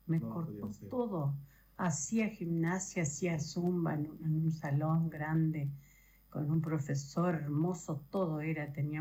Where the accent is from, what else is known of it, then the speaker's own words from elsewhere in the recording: Artigas, Uruguay; Sí, soy de Artigas.